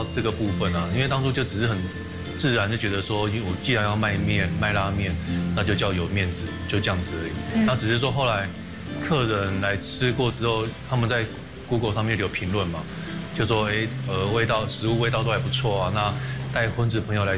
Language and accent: Chinese; Yilan County, Taiwan; 因为我是宜兰人